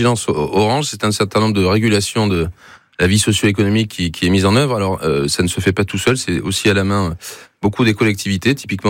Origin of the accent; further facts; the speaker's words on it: Nouvelle-Aquitaine, France; now in Savoie, France; je suis originaire du département de la Gironde